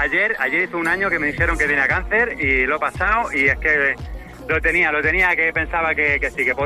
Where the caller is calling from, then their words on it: Toledo, Castilla-La Mancha, Spain; que llamo de Toledo.